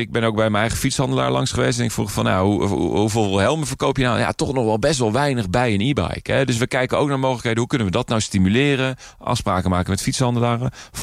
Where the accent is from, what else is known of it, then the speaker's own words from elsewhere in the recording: Rotterdam, South Holland, Netherlands; Wij komen uit Rotterdam.